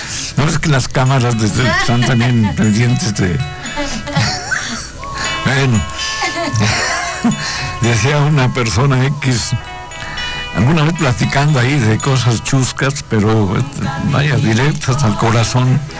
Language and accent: Spanish; La Unión, Mexico; moved away; allá en mi tierra. La Unión.